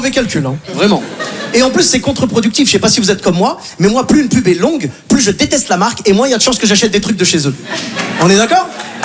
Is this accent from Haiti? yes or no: yes; Haiti; now in Paris, France; Je suis très fier en tant qu'Haïtien de vivre à Paris, ok?